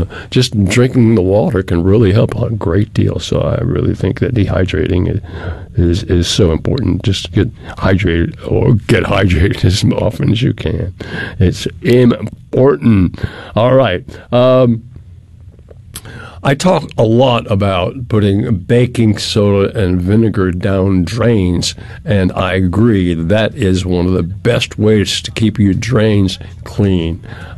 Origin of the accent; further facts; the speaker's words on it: Massachusetts, United States; moved away; I grew up in Massachusetts, I was accustomed to the cold.